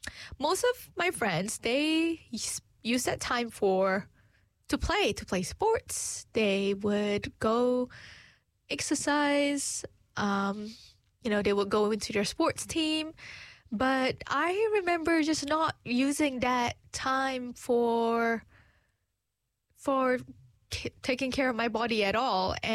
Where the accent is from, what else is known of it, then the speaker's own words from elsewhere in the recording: Malaysia; you know, I'm from Malaysia. We never walk because it's hot.